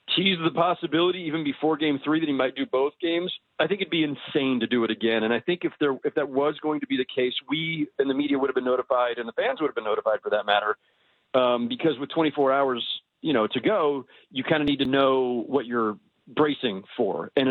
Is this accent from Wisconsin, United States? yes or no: no; Bay Area, California, United States; moved away; Like, I'm from the Bay Area originally